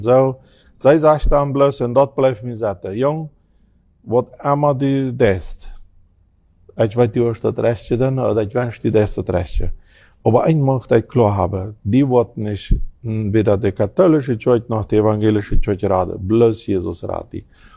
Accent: Filadelfia, Boquerón, Paraguay; also born or lived in Pilcomayo; now in Asunción, Paraguay; da ist dann endlich meine Kindheit und Jugend dann in Philadelphia, Fernheim rundum passiert

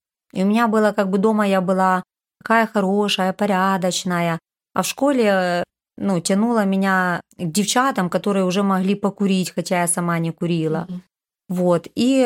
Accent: Rivne, Rivne Oblast, Ukraine; я из Ровно. Мне 50 лет скоро будет.

